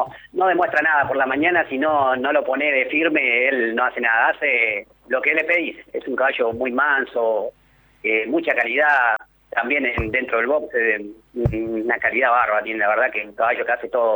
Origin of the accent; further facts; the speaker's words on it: Florencia, Santa Fe, Argentina; moved away; Vine de un pueblito retirado bien al norte, de Santa Fe, Florencia.